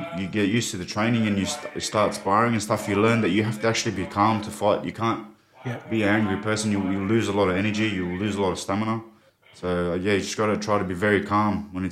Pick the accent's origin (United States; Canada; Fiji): Fiji; Suva, Central Division; I grew up in Suva, okay. So the capital of Fiji.